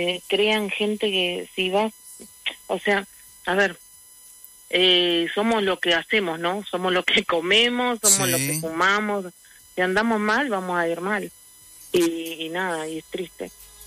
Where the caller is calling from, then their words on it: Uruguay; Pues yo soy uruguaya, amo mi país.